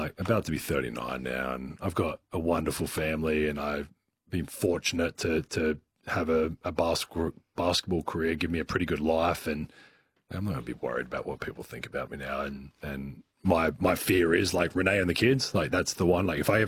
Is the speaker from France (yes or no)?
no; Adelaide, South Australia, Australia; Growing up in Adelaide and playing for the Tigers, like you just don't, those things never, like I wanted to play for Australia.